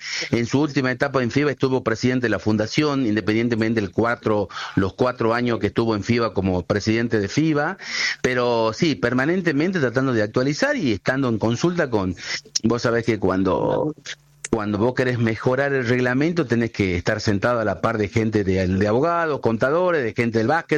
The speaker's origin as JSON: {"language": "Spanish", "country": "Argentina", "said": "somos argentinos"}